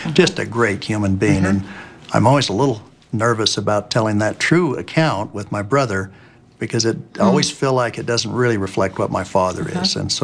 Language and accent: English; Logan, Utah, United States; He was from St. George, and I was from Logan